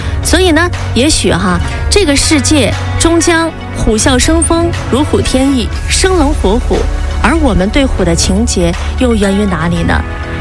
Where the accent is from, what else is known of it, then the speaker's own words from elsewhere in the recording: China; 我们中国人哈，在这里是很有发言权的